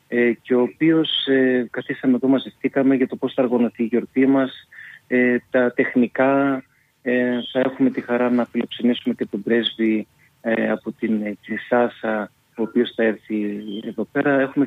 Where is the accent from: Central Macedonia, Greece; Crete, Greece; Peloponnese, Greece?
Central Macedonia, Greece; Giannitsa; also born or lived in Hamburg, Germany / Thessaloniki; Η καταγωγή μου είναι από τα Γιάννησά του Μωμοπέλους. Έχω γεννηθεί εκεί πέρα, έχω ζήσει μέχρι 7 χρονών